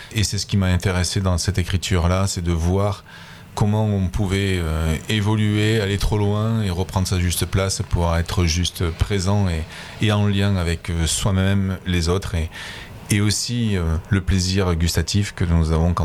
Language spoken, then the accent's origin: French; Toulouse, Occitanie, France; born or raised there